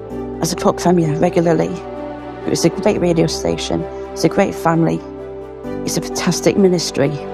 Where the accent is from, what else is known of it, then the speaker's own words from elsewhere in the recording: Yorkshire and the Humber, United Kingdom; from Yorkshire.